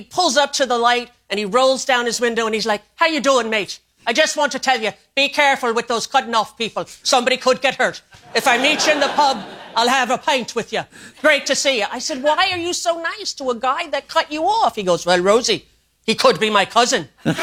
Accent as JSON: {"language": "English", "region": "New York", "country": "United States", "said": "And I'm from New York."}